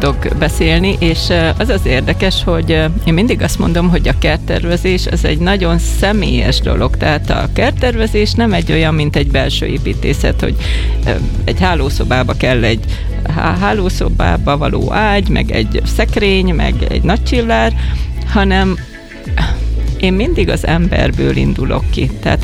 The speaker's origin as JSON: {"language": "Hungarian", "country": "Hungary", "said": "Mert én egy praktikus magyar vagyok"}